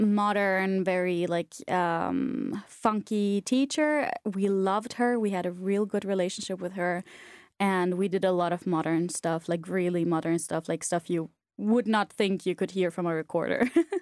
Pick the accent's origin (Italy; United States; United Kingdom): Italy; Trentino-Alto Adige; moved away as an adult; now in Klagenfurt, Austria; Hi, I'm 21, almost 22 years old, and I'm studying here at Klagenfurt. I'm originally from South Tyrol.